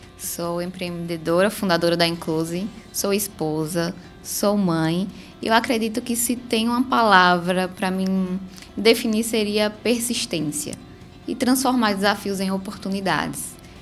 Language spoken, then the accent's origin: Portuguese; Bahia, Brazil; eu sou da Bahia, mas também tenho clientes aqui em Sergipe.